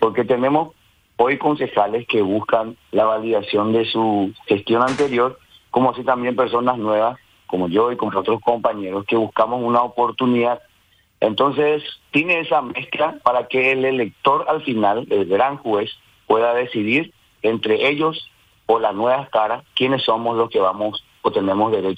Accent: Asunción, Paraguay; Yo soy un asunceno que le encanta su barrio. Tuve la gran bendición de quedarme en mi barrio hace 16 años cuando me casé. Me mudé justamente ahí donde dijeron cerquita. Yo soy nacido, criado y malcriado sobre la calle Pozo

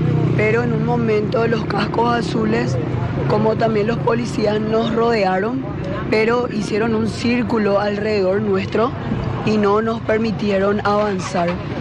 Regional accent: Paraguay; todos tendríamos lo que merecemos como paraguayos.

